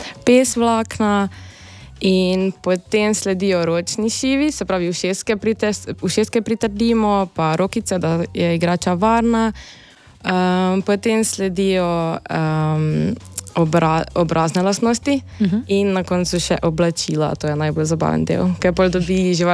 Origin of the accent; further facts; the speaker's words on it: Brežice, Lower Sava, Slovenia; mi prihajamo iz Brežic